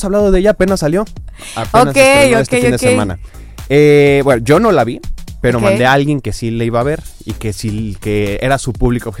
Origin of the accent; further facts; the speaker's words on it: Mexico; soy de México